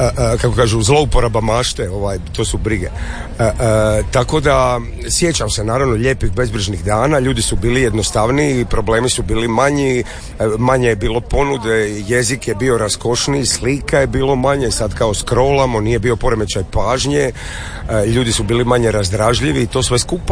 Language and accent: Croatian; Split, Split-Dalmatia County, Croatia; born there; now in Zagreb, Croatia; pošto sam otišao od 95. dulje sam u Zagrebu nego što sam u Splitu.